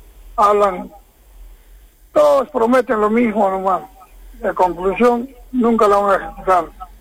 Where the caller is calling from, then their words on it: Paucarpata, Arequipa, Peru; Soy de Paucarpata, pero voto en Pachacute.